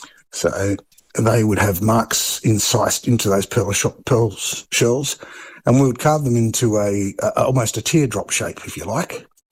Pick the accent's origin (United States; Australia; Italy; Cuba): Australia; as Australians